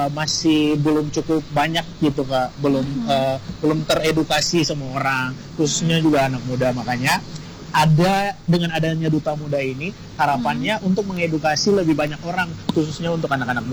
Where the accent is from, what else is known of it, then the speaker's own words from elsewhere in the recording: Maluku, Indonesia; di daerahku di Maluku